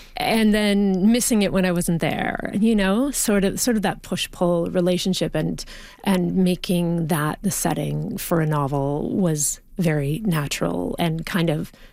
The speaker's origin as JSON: {"language": "English", "region": "Ontario", "country": "Canada", "tie": "born or raised there", "said": "Yes, well, I grew up in Northern Ontario. It's where I am from. It's sort of in my bones, I guess, and rural Northern Ontario, like in the bush on a dead end gravel road off the Trans-Canada Highway"}